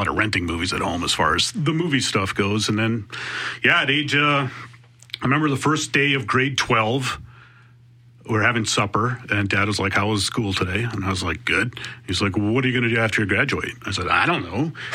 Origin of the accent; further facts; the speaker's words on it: Altona, Manitoba, Canada; Yep, born and raised 1976 in Altona. And at first we lived on a sheep farm just outside of town when I was a very little baby.